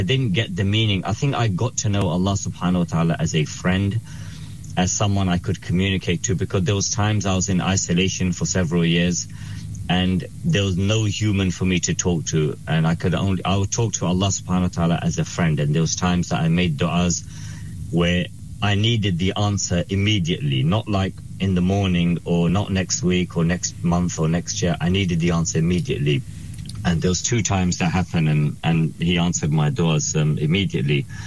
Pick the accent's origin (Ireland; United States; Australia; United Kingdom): United Kingdom; London; I grew up in London. I lived in a small housing estate with my parents.